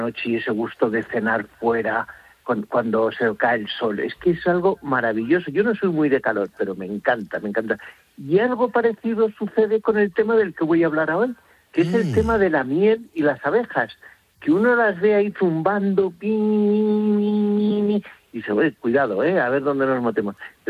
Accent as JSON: {"language": "Spanish", "region": "Castile and León", "country": "Spain", "tie": "born or raised there"}